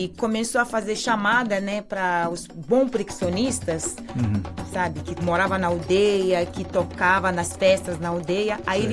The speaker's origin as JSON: {"language": "Portuguese", "country": "Guinea", "first_language": "Malinke", "second_language": "Portuguese", "moved": "yes", "lives_now": "Brazil", "said": "Eu sou Malinke. E Sussu."}